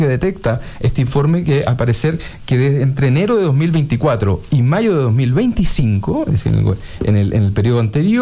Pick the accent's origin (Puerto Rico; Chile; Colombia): Chile; Biobío; Y un saludo también a Bio Bio, mi tierra natal